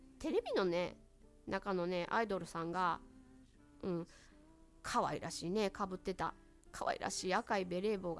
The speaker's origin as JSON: {"language": "Japanese", "region": "Mie", "country": "Japan", "tie": "born or raised there", "said": "私はですね三重県の出身なんですけれども、まあ私服の高校でして"}